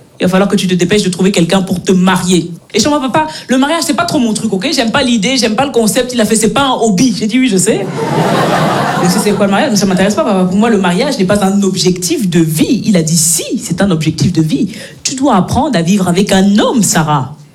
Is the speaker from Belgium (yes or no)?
yes; Belgium; Je suis née, j'ai grandi en Belgique, mes parents sont nés, ils ont grandi au Cameroun.